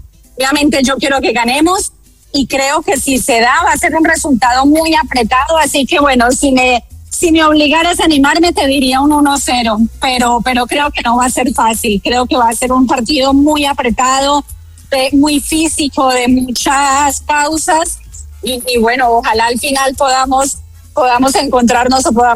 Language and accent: Spanish; Colombia; yo me considero colombo chilena, la verdad fue el primer país al que viajé o en el que estuve después de Colombia